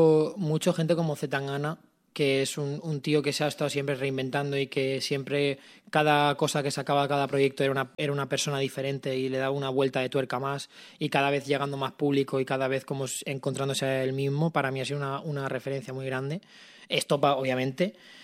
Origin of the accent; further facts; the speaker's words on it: Castelldefels, Catalonia, Spain; now in Madrid, Spain; Yo voy a Madrid, vivo en Madrid, cuando me preguntan, ¿tú eres de Barcelona? Y digo, bueno, yo soy de Castelldefels, la verdad.